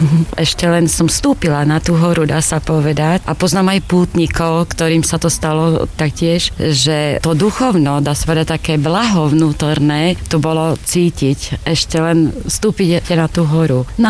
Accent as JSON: {"language": "Slovak", "town": "Ľubotín", "region": "Prešov Region", "country": "Slovakia", "said": "Som z Ľubotína, z okresu Stará Ľubovňa."}